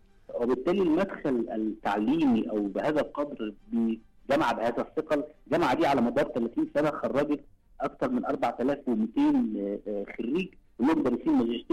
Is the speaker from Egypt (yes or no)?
yes; Egypt; أنا كمصري